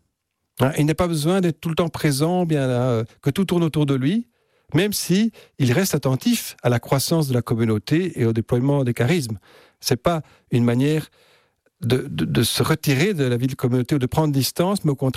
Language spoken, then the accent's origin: French; Belgium; quand moi j'étais jeune encore, quand j'ai encore connu une société qui était très organisée chez nous en Belgique sur ces trois piliers